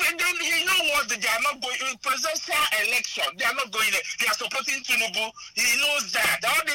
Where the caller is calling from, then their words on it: Enugu, Enugu State, Nigeria; Yeah, happy boy from Transekulu.